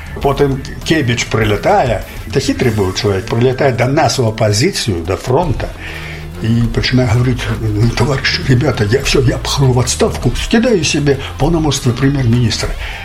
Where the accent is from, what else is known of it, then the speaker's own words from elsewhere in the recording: Belarus; мы, белорусы, мы такие самые